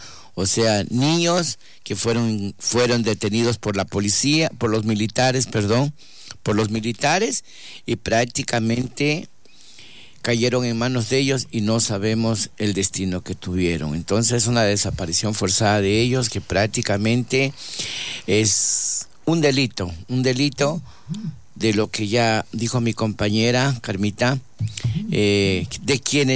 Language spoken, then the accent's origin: Spanish; Sucumbíos, Ecuador; como Sucumbíos somos parte del Ecuador